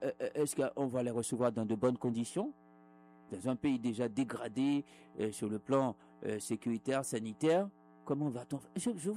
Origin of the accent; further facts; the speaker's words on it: Haiti; ce qui se passe au Venezuela et ce qui va se passer chez nous en Haïti